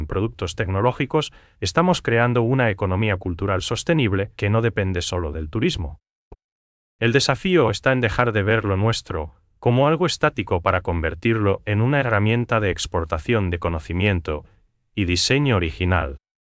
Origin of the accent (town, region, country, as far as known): Paraguay